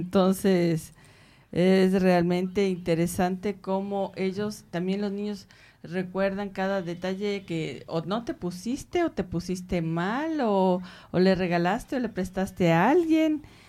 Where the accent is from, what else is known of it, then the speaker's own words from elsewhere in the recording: Ecuador; eso es lo que nos llena como ecuatorianos, que nos distingue de la mayoría de la población, el mantener, aunque sea en la distancia, a la familia unida.